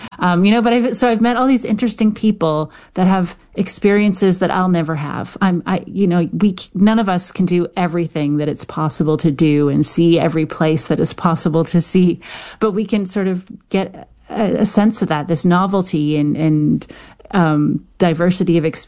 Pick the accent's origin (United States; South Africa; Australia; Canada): Canada; accent: Canadian; just with my funny Canadian accent.